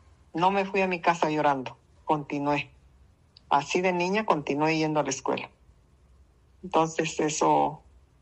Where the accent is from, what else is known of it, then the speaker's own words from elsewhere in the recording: Pinotepa Nacional, Oaxaca, Mexico; moved away as an adult; now in El Ciruelo, Mexico; yo estudié en la ciudad de Pinotepa, yo vivo en el Cirilo, me casé para acá, pero yo de niña estudié ahí en Pino.